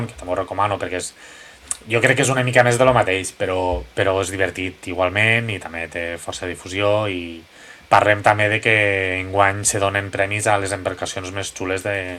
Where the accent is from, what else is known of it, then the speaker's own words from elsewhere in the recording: Lleida, Catalonia, Spain; jo sóc de Lleida